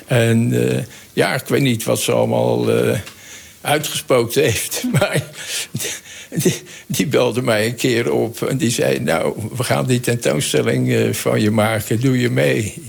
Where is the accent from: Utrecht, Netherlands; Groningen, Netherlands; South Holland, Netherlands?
South Holland, Netherlands; Rotterdam; Ik ben Rotterdammer.